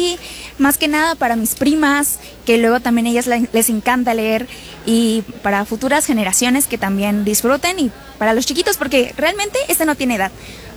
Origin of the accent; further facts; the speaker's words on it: Chetumal, Quintana Roo, Mexico; soy de Chetumal, Quintana Roo, vengo desde muy lejos para acá, y muchas gracias. Tengo 23 años, no hace mucho recién cumplidos